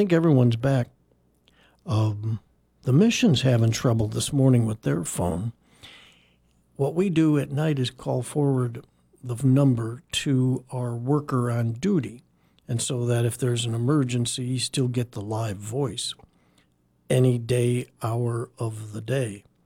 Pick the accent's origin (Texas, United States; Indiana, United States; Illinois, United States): Illinois, United States; Chicago; it's from my hometown of Chicago